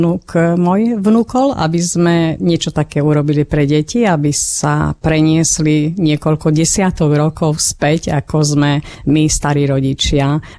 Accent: Zemplín, Slovakia; ako u nás na Zemplíne hovoríme, až do škomiatka.

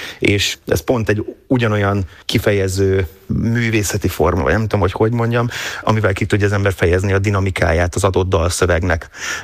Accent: Hungary; mivel én ugye magyarul írtam verseket

